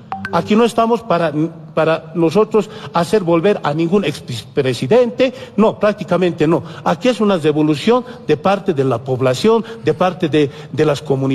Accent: Bolivia

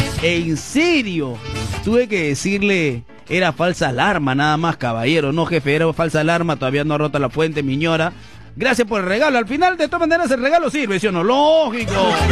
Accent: Peru

